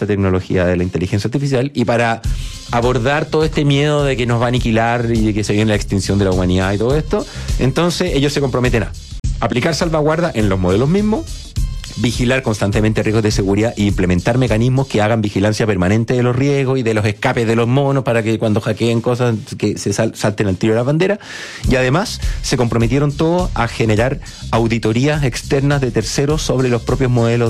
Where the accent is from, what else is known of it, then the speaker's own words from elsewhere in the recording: Chile; Sí, pero somos chilenos. Tenemos un negocio aquí en Chile, tenemos el mercado en Chile.